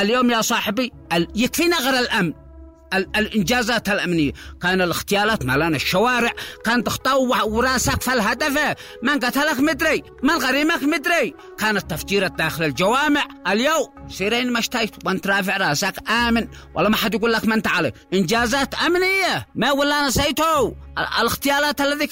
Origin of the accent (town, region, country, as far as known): Sanaa, Amanat Al Asimah, Yemen